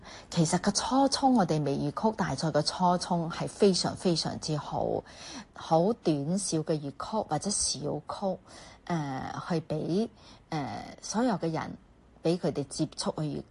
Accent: Taishan, Guangdong, China; 所以他们亦都很希望由我这个台山女去演唱这首曲咯。

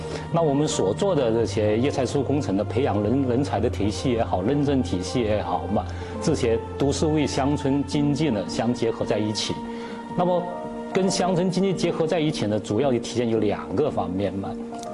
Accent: Shenzhen, Guangdong, China; 那我们深圳人嘛

